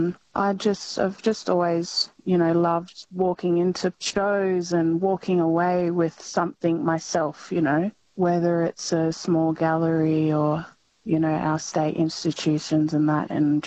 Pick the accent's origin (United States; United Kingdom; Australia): Australia; Northern Territory; I myself, I'm originally not from WA. I'm from Northeast Arnhem Land myself.